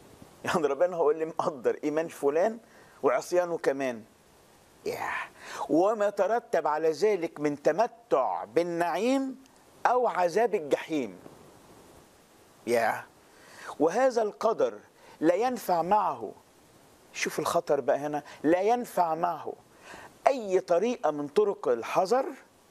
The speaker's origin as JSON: {"language": "Arabic", "country": "Egypt", "said": "احنا كمصريين شعب متدين"}